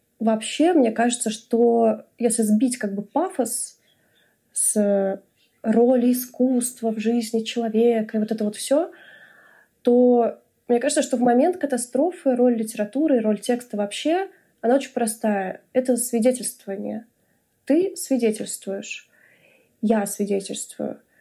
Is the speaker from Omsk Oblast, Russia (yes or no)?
yes; Omsk, Omsk Oblast, Russia; moved away as an adult; also born or lived in Moscow; now in Spain; Из России, ну да, я из России. Я из Омска или из Москвы. Жила я всю жизнь в Омске, потом жила в Москве. И уже из Москвы уехала в Грузию.